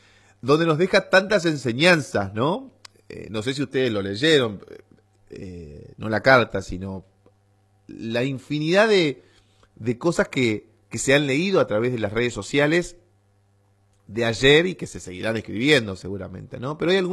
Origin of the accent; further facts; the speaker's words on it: Argentina; como buen argentino, o como argentinos que somos